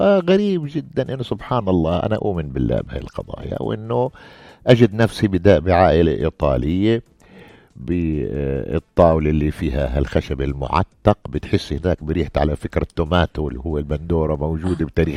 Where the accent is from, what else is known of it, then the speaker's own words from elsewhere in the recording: Amman, Amman Governorate, Jordan; moved away as an adult; also born or lived in Italy; وكنت شابا في عمان موظفا بسيطا في وزارة الثقافة